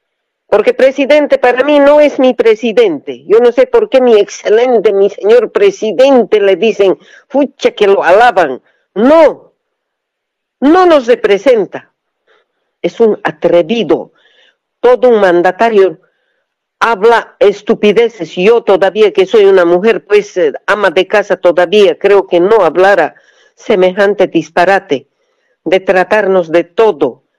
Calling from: Montero, Santa Cruz, Bolivia; le hablo desde Montero

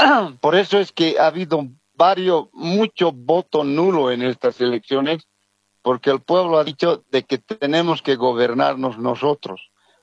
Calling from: El Alto, La Paz, Bolivia; de aquí, del Alto de La Paz.

